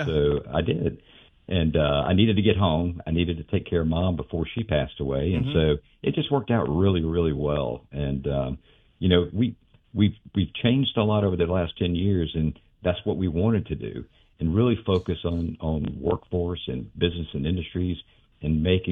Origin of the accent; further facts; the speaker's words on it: Alabama, United States; moved away as an adult; also born or lived in Atlanta / Louisiana; I grew up in Alabama, so I was born and raised in Alabama. After college, I went up to Atlanta and was there for a while